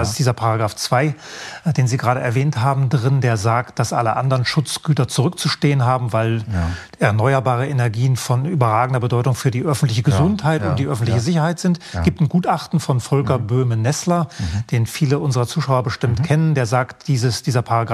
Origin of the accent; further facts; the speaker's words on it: Germany; now in Bavarian Forest, Germany; ich bin ja an der Ostsee aufgewachsen, das wollte ich vorhin einwerfen, an der Ostsee aufgewachsen, wo jeden Tag Wind war.